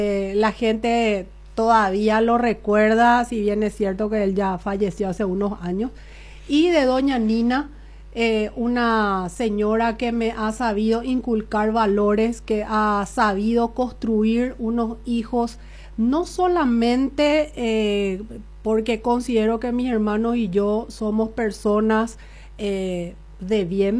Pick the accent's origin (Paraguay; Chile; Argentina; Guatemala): Paraguay; Coronel Oviedo, Caaguazú; soy una ovetense que quiere el bien para todos los ovetenses.